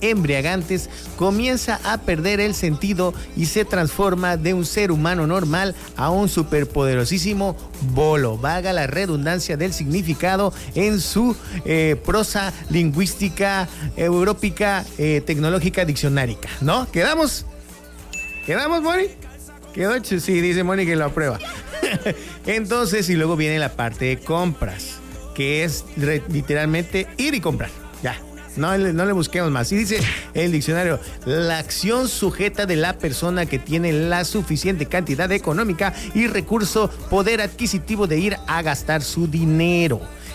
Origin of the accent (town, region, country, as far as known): Chiapas, Mexico